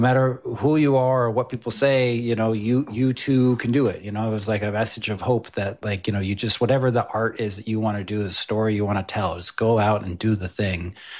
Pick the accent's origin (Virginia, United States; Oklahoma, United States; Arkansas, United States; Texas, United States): Texas, United States; I mean, I grew up, you know, far away from Southern Californian Chicano epicenter. I grew up in North Texas, but my father didn't have much contact with Chicano American history either.